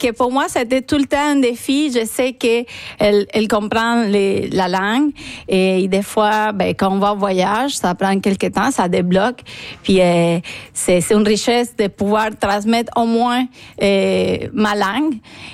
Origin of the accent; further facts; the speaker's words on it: Argentina; first language Spanish; French is a second language; moved away as an adult; now in Quebec, Canada; Moi, je viens de l'Argentine. Ça va faire pratiquement 12 ans que je suis ici au Québec.